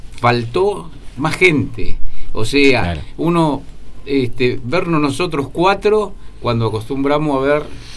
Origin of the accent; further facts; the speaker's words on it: Buenos Aires, Argentina; born there; now in General Rodríguez, Argentina; Nací en Capital y, o sea, la cultura mía era la de los 80, 70